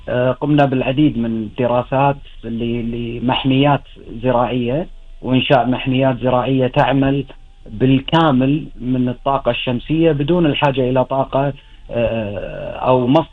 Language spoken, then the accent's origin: Arabic; Kuwait; خدمة ديرتنا وخدمة إخواننا الكويتيين وربعنا وأهلنا